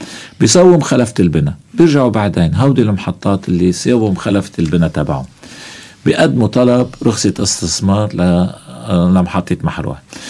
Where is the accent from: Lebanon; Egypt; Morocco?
Lebanon; عندنا نحن بلبنان